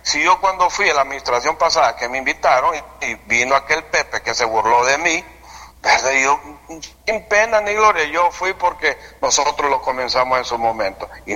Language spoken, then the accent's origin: Spanish; Siguatepeque, Comayagua, Honduras; yo soy de Siguatepeque